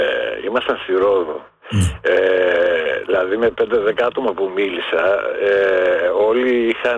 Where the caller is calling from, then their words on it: Germany; από Γερμανία.